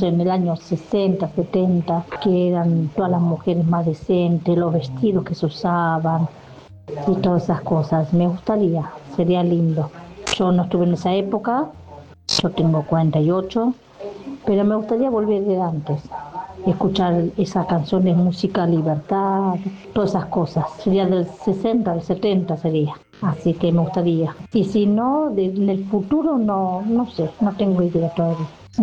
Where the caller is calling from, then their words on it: Ituzaingó, Buenos Aires Province, Argentina; de Ituzaingó.